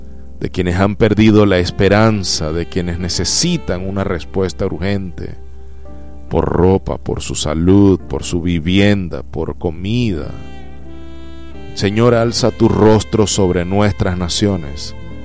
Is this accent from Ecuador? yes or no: no; Venezuela; como con nacionales, como venezolanos aquí